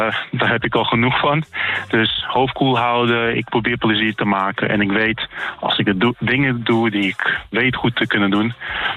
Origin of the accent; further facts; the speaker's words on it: Netherlands; als een Nederlander zijnde het beste mijn land vertegenwoordigen.